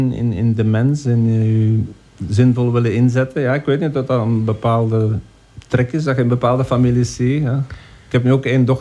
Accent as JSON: {"language": "Dutch", "town": "Averbode", "region": "Flanders", "country": "Belgium", "tie": "born or raised there", "moved": "as an adult", "said": "Ik ben opgegroeid, ja, dus geboren en getogen tot mijn 17. Totdat ik naar Leuven ben gegaan om te studeren, heb ik mijn jeugd in Haverbode doorgebracht en school gelopen in het college in Diest."}